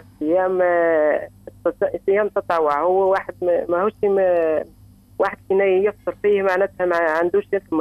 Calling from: Manouba, Tunisia; ولاية منوبة

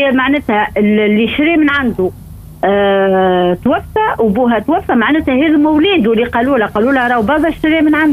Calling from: Tunisia

